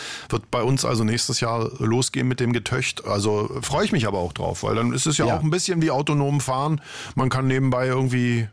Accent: Spandau, Berlin, Germany; ich bin so in Spandau groß geworden. Du hattest also exakt den 149er, um mal in eine Stadt zu kommen.

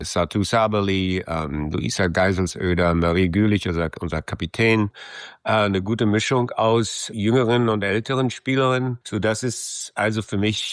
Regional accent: Berlin, Germany; moved away as an adult; Es war Lichtenrade. Zuerst bin ich aufgewachsen in Lichtenrade

